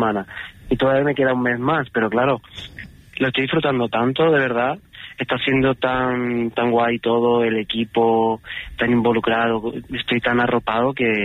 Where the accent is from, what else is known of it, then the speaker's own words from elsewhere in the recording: Lucena, Andalusia, Spain; Yo soy de Lucena, de Córdoba, pero me siento muy malagueño. Estudié en Málaga